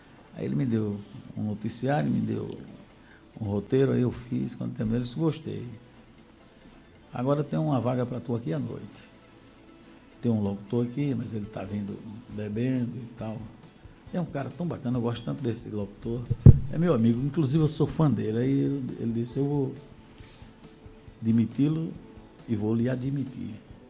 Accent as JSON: {"language": "Portuguese", "region": "Paraíba", "country": "Brazil", "also_born_or_lived": "Rio de Janeiro", "moved": "yes", "said": "eu sou da Paraíba, mas eu trabalho em rádio no Rio de Janeiro"}